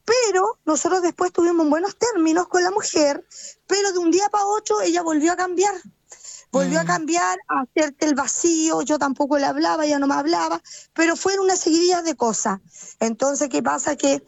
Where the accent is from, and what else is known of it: Chile